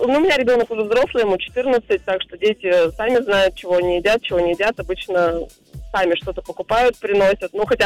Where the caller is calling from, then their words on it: Abakan, Khakassia, Russia; Я вообще с Абакана.